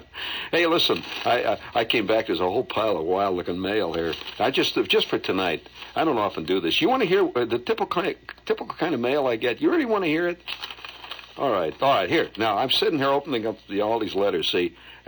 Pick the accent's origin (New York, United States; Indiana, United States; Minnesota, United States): Indiana, United States; Hammond; moved away; My hometown. Here's a clipping from my home. Hammond, Indiana.